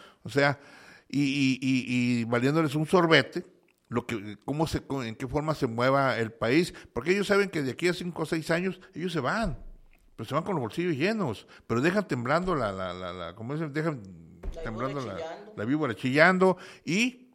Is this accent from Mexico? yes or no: yes; Mexico; ¿Cuánto nos ha costado como mexicanos?